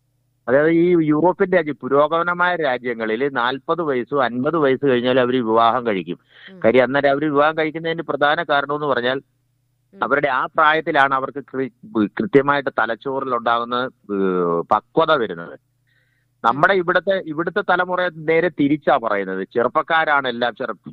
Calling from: Thevalakkara, Kerala, India; ഞാൻ തേവലക്കര കോളേജിൽ നിന്ന് വിളിക്കുന്നത്

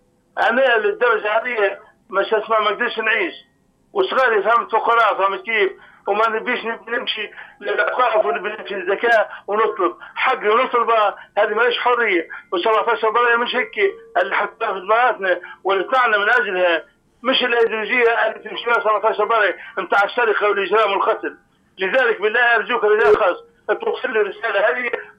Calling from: Libya

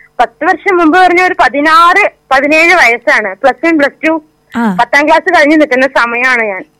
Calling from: Koduvayur, Kerala, India; ഞാന് കൊടുവായൂര്.

